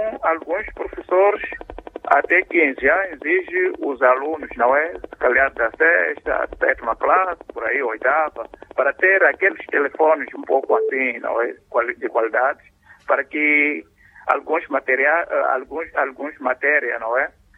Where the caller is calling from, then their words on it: Vilankulo, Inhambane, Mozambique; falo de Vilanculo.